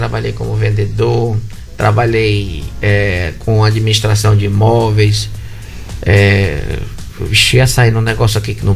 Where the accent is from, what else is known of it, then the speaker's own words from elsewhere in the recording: Fortaleza, Ceará, Brazil; born there; Nasci em Fortaleza